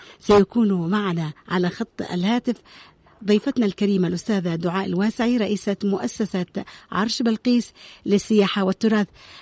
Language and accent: Arabic; Yemen; طبعا العيد يعني لديه الكثير في الملامح بالنسبة لنا كيمنيين